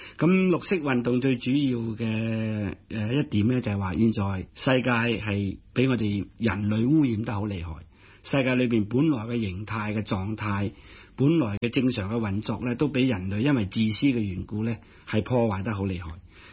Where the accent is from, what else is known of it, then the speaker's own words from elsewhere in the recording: China; 咁或者我哋由我哋中国人讲起先啦